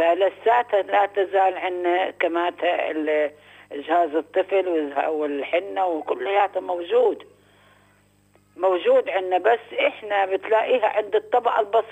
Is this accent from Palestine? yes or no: yes; Nablus, West Bank, Palestine; طب أنا بنت نابلس وعايشة في نابلس وأم الدنيا